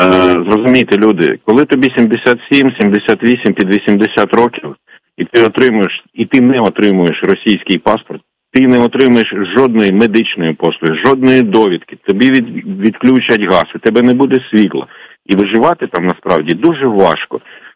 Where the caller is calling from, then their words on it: Kyiv, Ukraine; я з Києва.